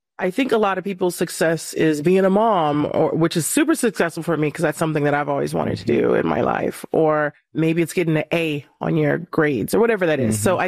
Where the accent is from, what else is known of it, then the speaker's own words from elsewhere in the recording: Compton, California, United States; I'm from Compton, California